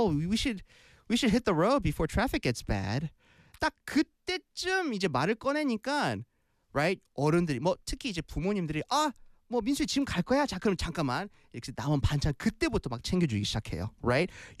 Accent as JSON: {"language": "Korean", "region": "Busan", "country": "South Korea", "tie": "born or raised there", "said": "저는 고향이 부산이고 두 쪽 다 부산에 있거든요."}